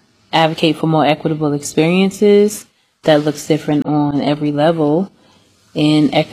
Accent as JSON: {"language": "English", "region": "Virginia", "country": "United States", "tie": "born or raised there", "said": "I live on Ivy Avenue. I grew up in the East End, been here for the last 32 years of my life."}